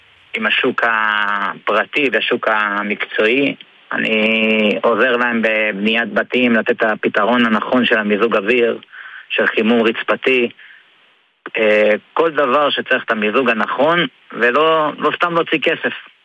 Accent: Jerusalem, Jerusalem District, Israel; אני בן הצפון, אני ירושלמית שלמדה בצפון בתל חי ונשארה לגור בצפון.

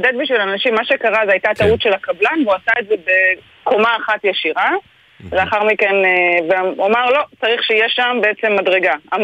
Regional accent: Eilat, Southern District, Israel; אני אילתית, אני כרגע באילת, בוודאי.

